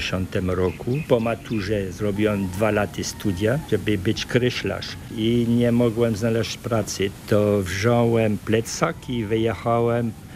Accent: Hauts-de-France, France; born there; Polish is a second language; Urodziłem się w północy Francji, niedaleko Lens.

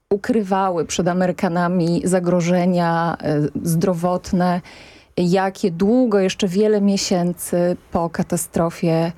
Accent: Świętokrzyskie Voivodeship, Poland; bo to moje rodzinne strony.

